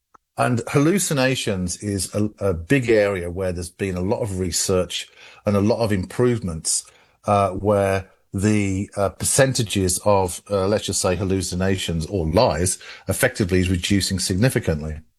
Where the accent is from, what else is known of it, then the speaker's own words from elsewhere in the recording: England, United Kingdom; accent: English; it doesn't understand my English accent